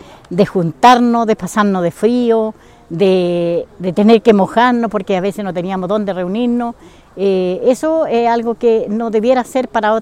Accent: Reigolil, Araucanía, Chile; soy de Reigolil

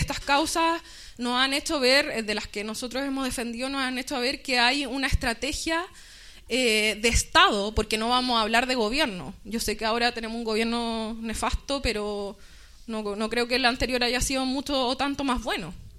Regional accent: Chile; nosotros como chilenos populares, chilenos poblacionales

